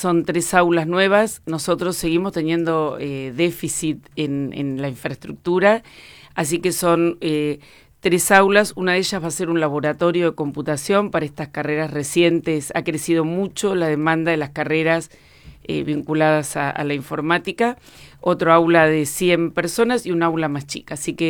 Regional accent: Bahía Blanca, Buenos Aires Province, Argentina; yo nací en Bahía Blanca, estudié en Bahía Blanca, me casé en Bahía Blanca.

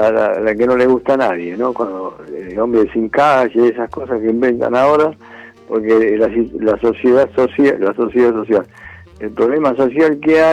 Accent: Buenos Aires, Argentina; nosotros en el barrio, yo soy de, oriundo de Flores, éramos los únicos que teníamos la televisión

